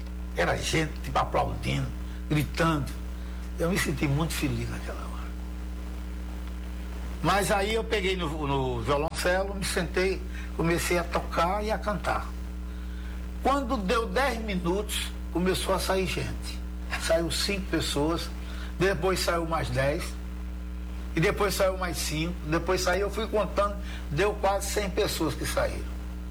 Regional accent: Taperoá, Paraíba, Brazil; eu na minha terra em Itaperuá

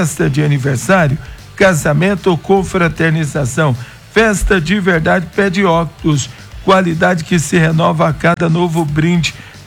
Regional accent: Morrinhos, Goiás, Brazil; moved away; que bom fechar o programa com uma mensagem da minha terra natal, que é a cidade de Morrinhos.

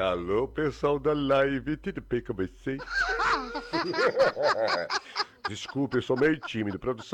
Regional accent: Salvador, Bahia, Brazil; eu sou de Salvador, Bahia. Baiano.

